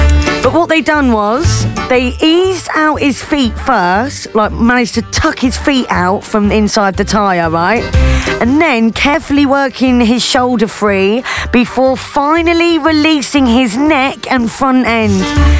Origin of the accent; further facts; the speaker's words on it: South West England, United Kingdom; I grew up in Devon. We've done things a bit different down in Devon where I grew up